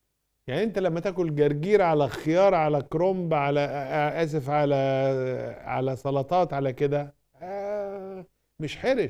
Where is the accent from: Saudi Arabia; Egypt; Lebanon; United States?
Egypt